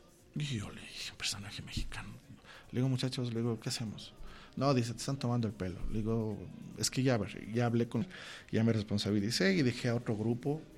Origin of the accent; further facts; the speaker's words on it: Quito, Pichincha, Ecuador; Y yo también soy ecuatoriano. Me dice, tú ecuatoriano. Le digo así, ¿de qué parte? Le digo, yo soy de Quito.